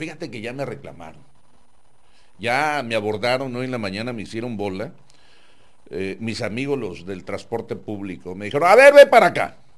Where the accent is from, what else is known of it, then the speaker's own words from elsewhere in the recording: Jalisco, Mexico; now in Tijuana, Mexico; quebramuelas, le decían en mi pueblo. Allá en Jalisco